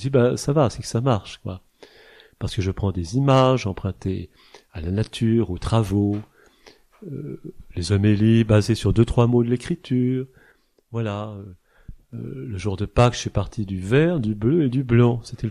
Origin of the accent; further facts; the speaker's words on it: Auvergne-Rhône-Alpes, France; parce qu'on est auvergnat